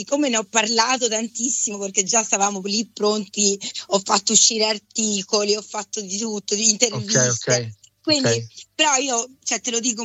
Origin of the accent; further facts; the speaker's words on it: Prato, Tuscany, Italy; moved away as an adult; now in Rome, Italy; sono partita da quella teatrale nella mia città, a Prato, da quando avevo tipo 6 anni